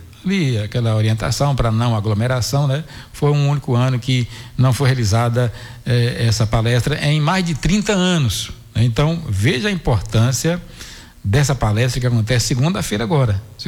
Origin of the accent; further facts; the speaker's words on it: Northeast Region, Brazil; Que somos nordestinos, somos do interior do Brasil